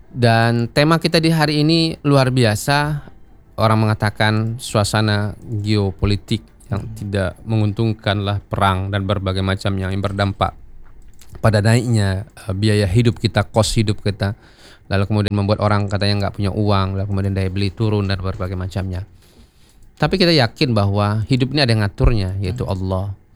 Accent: West Sumatra, Indonesia; orang kita Minang

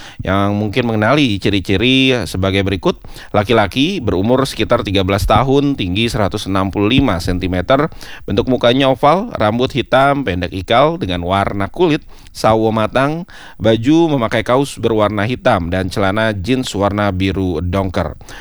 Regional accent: Jakarta, Indonesia; Kalau saya lahir di Jakarta gitu ya, dari kecil dan melihat langsung perkembangan yang ada di Jakarta tentunya.

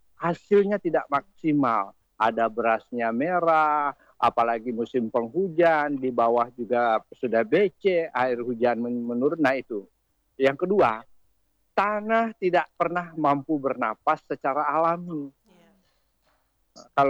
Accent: Bali, Indonesia; moved away; kalau di kampung saya di Bali itu masih ada.

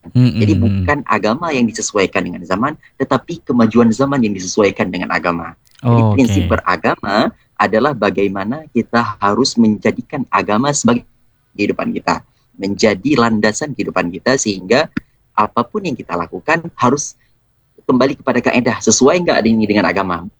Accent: Aceh, Indonesia; saya sendiri adalah berasal dari Dewantara, Gurung Kukuh, Aceh Utara, dan tentunya kegiatan sehari-hari saya masih di lingkungan daerah

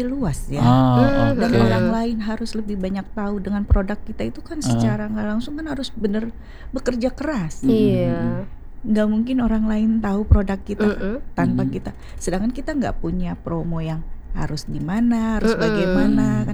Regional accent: Lampung, Indonesia; Sebetulnya saya asli orang Lampung, tapi saya punya suami dan keluarga orang Lampung, orang Jawa.

